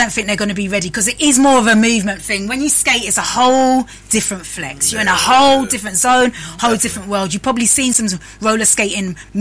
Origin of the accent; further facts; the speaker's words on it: Zimbabwe; I'm from Zimbabwe.